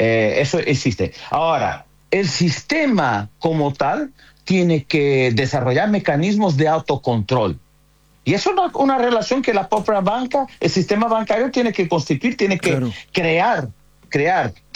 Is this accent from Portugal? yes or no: yes; Portugal; Spanish is a second language; En Europa, yo soy portugués, como te dije, el banco puede ejecutar tus propiedades.